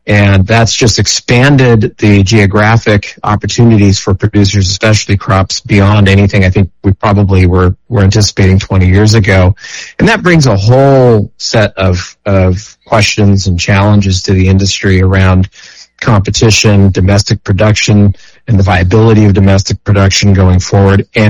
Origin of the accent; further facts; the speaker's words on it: United States; just as a person, as an American, as a husband and a father